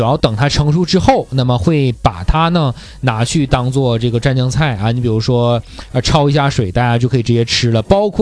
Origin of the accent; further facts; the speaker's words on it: Dunhua, Jilin, China; 因为你像我老家是敦化的啊，